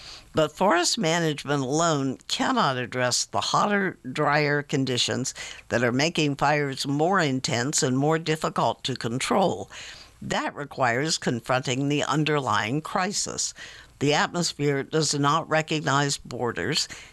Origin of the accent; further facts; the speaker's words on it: Canada; As a Canadian, I'd love nothing more than to stop the haze drifting over the border.